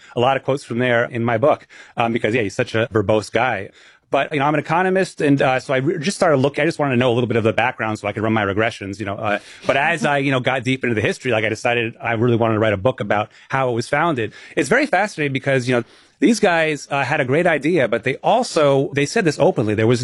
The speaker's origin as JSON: {"language": "English", "region": "New England", "country": "United States"}